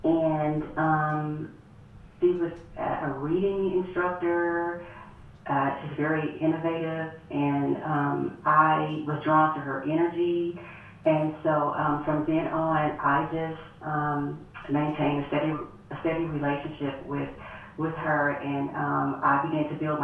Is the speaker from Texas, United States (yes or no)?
yes; Houston, Texas, United States; I was born and raised in Houston, Texas, the great state of Texas.